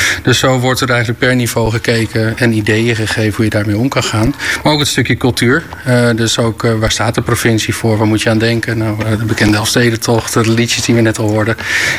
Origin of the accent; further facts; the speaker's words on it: Haarlem, North Holland, Netherlands; Ja, dus hoe je het mooi kan verdelen, ik kom zelf uit Haarlem.